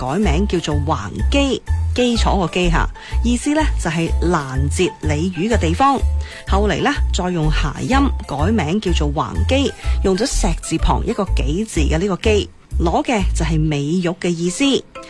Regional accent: Foshan, Guangdong, China; 去寻宝，一起细味地道佛山。

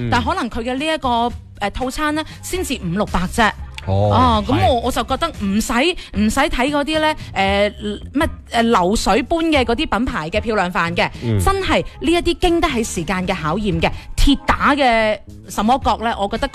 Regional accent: Foshan, Guangdong, China; 对于我哋老佛山嚟讲，

